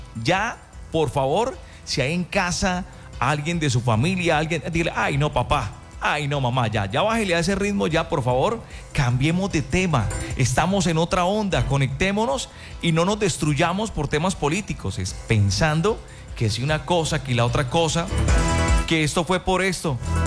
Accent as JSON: {"language": "Spanish", "country": "Colombia"}